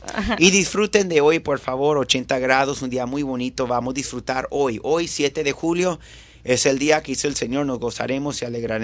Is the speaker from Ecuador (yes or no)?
no; Venezuela; moved away